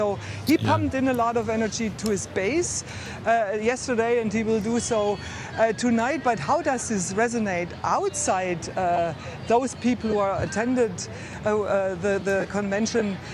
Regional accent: Germany; accent: German; English is a second language; When they hear my German accent, they say, you should be thankful to Donald Trump that he's taking care of that.

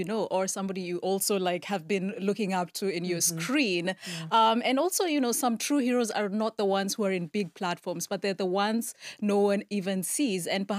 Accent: Kenya; And I am a runner because I'm Kenyan.

